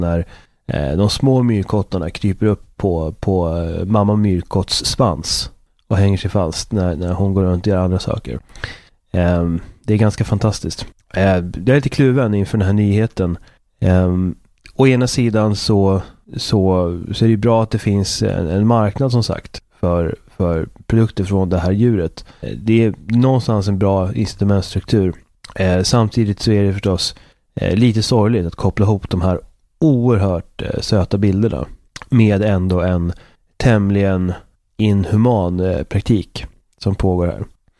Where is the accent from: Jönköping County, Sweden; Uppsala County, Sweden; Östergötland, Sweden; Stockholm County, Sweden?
Uppsala County, Sweden; Uppsala; Där jag kommer ifrån så är tatueringar, förutom då om man har en onkel som har varit till sjöss, så är tatueringar totalt oacceptabelt.